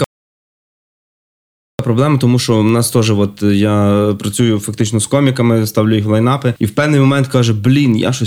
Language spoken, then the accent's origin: Ukrainian; Lviv, Lviv Oblast, Ukraine; Я сам з Львова.